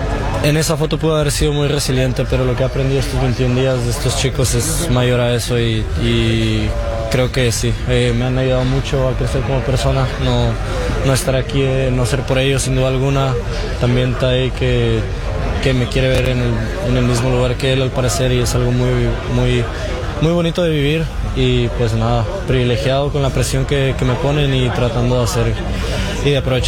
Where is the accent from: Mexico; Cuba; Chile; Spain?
Mexico; yo también nunca esperé ser amigo de un esloveno siendo mexicano